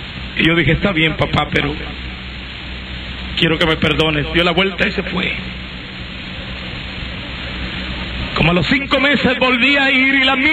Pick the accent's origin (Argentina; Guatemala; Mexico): Guatemala; born there; Fui a mi pueblo a ver a mi padre.